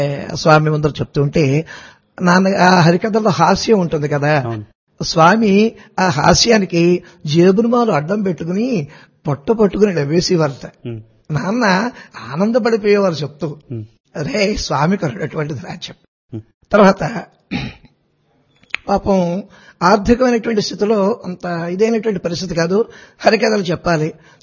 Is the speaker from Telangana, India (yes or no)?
no; Ainapuram, Andhra Pradesh, India; 1959లో మా స్వగ్రామం ఇక్కడ అమలాపురం దగ్గరలో అయినాపురం అనేటువంటి ఊరు.